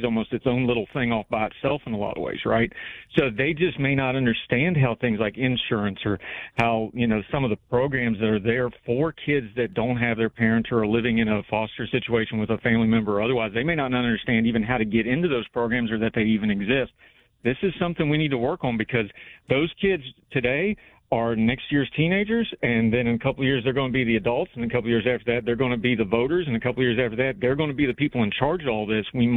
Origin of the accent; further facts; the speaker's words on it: Summersville, West Virginia, United States; if you're in a small town, I come from Sonersville, West Virginia, 2,800 to 3,000 people